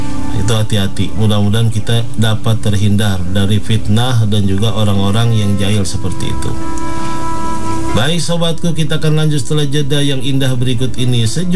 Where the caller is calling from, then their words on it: Pandeglang, Banten, Indonesia; Pak Ustadz, saya dari Pandeglang.